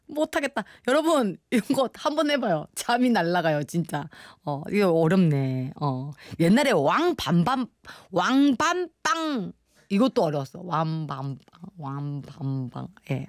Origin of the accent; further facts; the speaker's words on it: Busan, South Korea; 제가 또 부산 교포잖아요